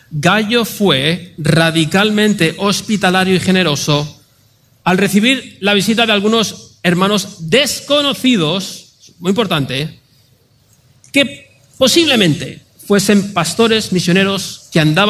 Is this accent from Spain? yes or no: yes; Spain; now in Seville, Spain